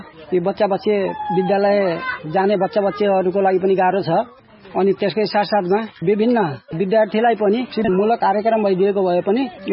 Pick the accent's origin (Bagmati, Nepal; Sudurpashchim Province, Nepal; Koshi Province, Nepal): Sudurpashchim Province, Nepal; Tikapur; म दुर्गानगर टिकापुर एकबाट हुँ अनि हाम्रो गाउँ टोलमा